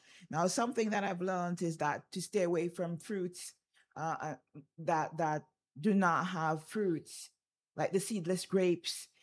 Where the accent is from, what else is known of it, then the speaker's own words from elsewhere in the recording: St. Vincent & Grenadines; I mean, we grew up in St. Vincent. We grew up in the Caribbean.